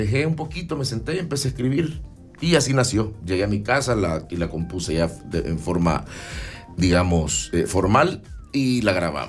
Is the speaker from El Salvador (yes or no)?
yes; Santa Ana, El Salvador; born there; now in San Salvador, El Salvador; soy cantautor salvadoreño, nacido en Santa Ana, viviendo aquí en San Salvador.